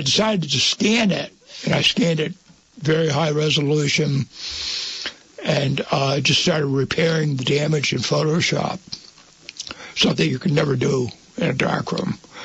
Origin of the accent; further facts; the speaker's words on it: Tunbridge, Vermont, United States; I'm originally from Tunbridge. I lived there until I was 5 years old. My grandmother had a house on the corner on the road, Spring Road, where they turned to go to the fairgrounds. And so I was brought up at Tunbridge Fair.